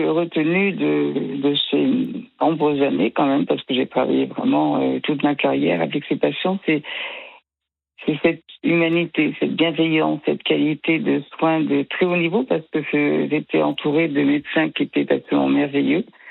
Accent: Auvergne-Rhône-Alpes, France; moved away; also born or lived in Île-de-France; On est nés en Auvergne, mes frères et moi, et c'est mon père qui a insisté pour partir en région parisienne, et on a été très tristes de quitter l'Auvergne

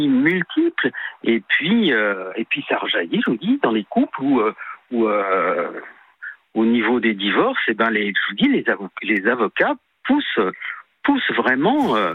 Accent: Paris, Île-de-France, France; quand j'étais gamin, à Paris, je prenais le métro tout seul, j'avais 10 ans

